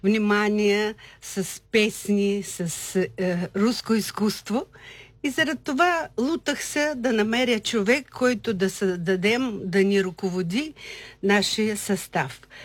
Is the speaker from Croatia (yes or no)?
no; Russia; now in Shumen, Bulgaria; поначало бяхме само рускини